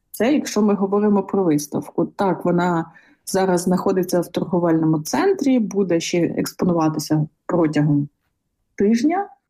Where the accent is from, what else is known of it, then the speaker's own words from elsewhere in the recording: Donbas, Ukraine; моя місія – це розповідати про регіони, звідки я родом, і про Донбас в цілому